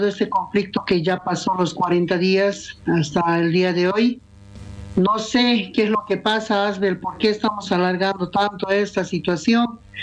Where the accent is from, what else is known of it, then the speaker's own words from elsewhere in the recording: Bolivia; now in Cochabamba, Bolivia; nosotros como bolivianos